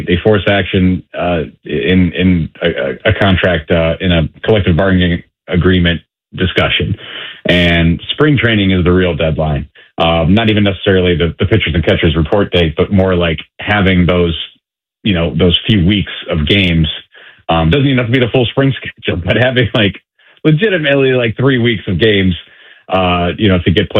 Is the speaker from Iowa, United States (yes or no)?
no; Cleveland, Ohio, United States; You know, I grew up in Cleveland